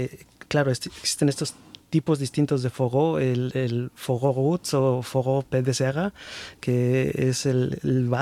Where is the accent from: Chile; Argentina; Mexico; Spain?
Mexico; now in Germany; conozco un alemán que se siente más mexicano que yo.